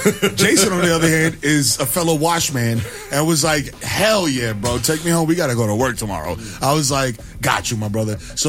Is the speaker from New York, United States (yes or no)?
yes; New York City, New York, United States; I'm from New York City where traffic patterns are very clearly demarcated.